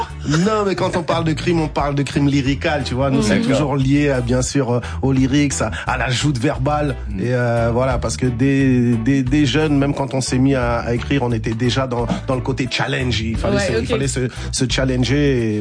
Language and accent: French; Sarcelles, Île-de-France, France; also born or lived in Cape Verde; grandir dans des quartiers comme celui où on a grandi à Garches-Charcelles. C'est un multiculturel.